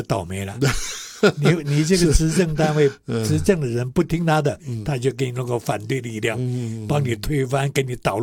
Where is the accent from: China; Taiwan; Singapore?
Taiwan; 你看我们台湾人很多对日本人很崇拜。